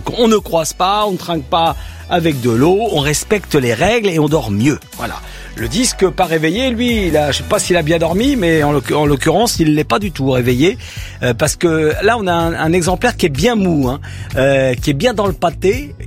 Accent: Spain; Température, oui, je suis espagnol, en dessous de 20 degrés, c'est formidable.

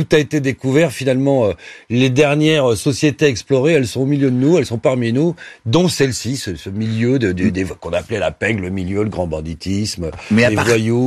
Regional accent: Pantin, Île-de-France, France; Ouais, j'ai grandi à Pantin.

